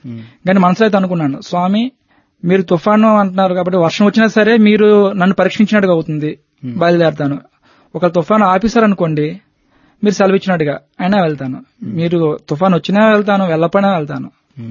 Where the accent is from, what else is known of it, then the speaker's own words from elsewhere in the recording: Andhra Pradesh, India; moved away as an adult; now in Visakhapatnam, India; యాక్చువల్గా మాది శ్రీకాకుళం డిస్ట్రిక్ట్ కోడుమల్లి మండలం. అక్కడ నుంచి నా చదువు అంతా అయింది.